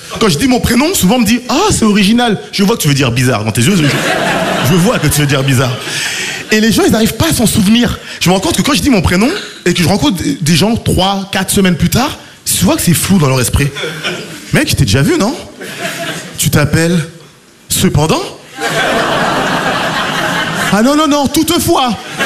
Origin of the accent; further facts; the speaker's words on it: Île-de-France, France; Moi, j'ai grandi en France et je suis né en France. J'ai grandi en banlieue parisienne.